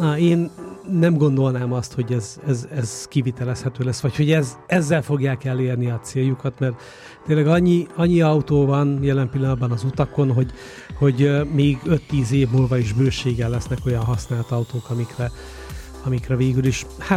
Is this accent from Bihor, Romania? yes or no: yes; Oradea, Bihor, Romania; mi Váradiak, Várad környéke, Bihar megyei szerencsések is vagyunk